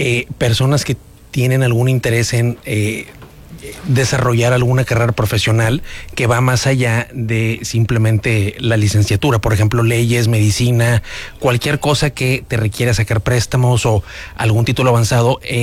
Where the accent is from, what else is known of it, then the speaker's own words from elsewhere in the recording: Bryan, Texas, United States; born there; llegué aquí a la comunidad desde muy joven. Tuve la oportunidad de estudiar aquí en Bryan Collegiate.